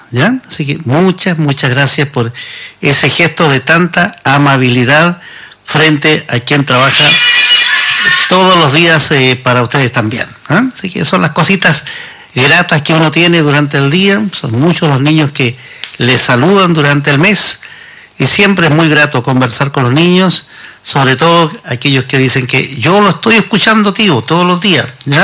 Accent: Chile; estamos como buenos chilenos

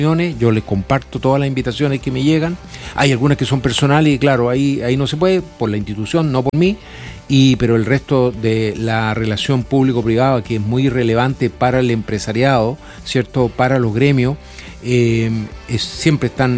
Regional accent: La Serena, Coquimbo, Chile; Nacido y criado en La Serena, sí señor.

